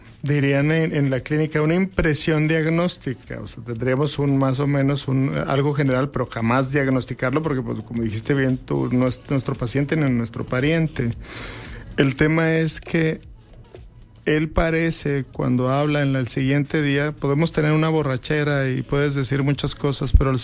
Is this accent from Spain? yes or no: no; Mexico